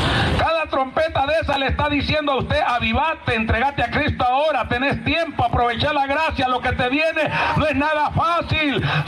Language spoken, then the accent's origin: Spanish; Honduras; somos catrachos todos.